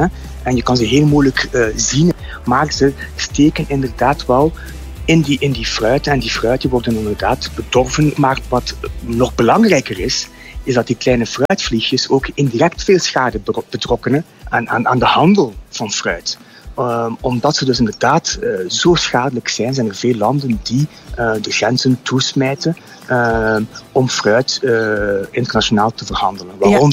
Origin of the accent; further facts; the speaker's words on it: Kenya; En er zijn bijvoorbeeld in Kenia, waar ik vandaan kom, avocado was een van de grootste exportcrops in Kenia naar Europa.